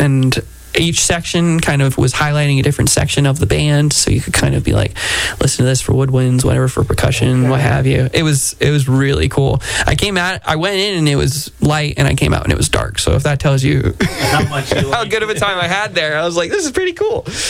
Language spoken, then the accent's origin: English; New England, United States; I'm from New England